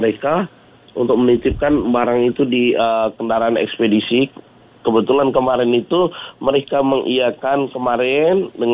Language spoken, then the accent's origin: Indonesian; East Nusa Tenggara, Indonesia; Jadi kebetulan latar belakang Libong ini memang kami dari Flores.